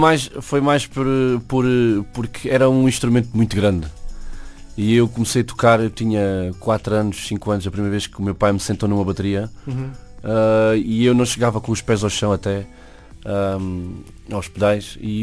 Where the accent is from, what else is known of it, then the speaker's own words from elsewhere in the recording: Portugal; o grupo de amigos a que eu pertencia lá da minha aldeia, da Boa Vista